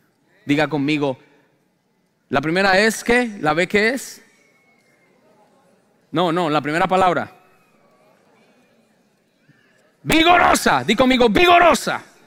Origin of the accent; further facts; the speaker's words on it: Colombia; now in United States; fui a mi tierra de Colombia. Mi tierra no es Bogotá. Aunque todo el mundo dice, nació en Bogotá, Bogotá es la ciudad. Pero yo vengo del campo, de allá de las vacas. De allá vengo yo.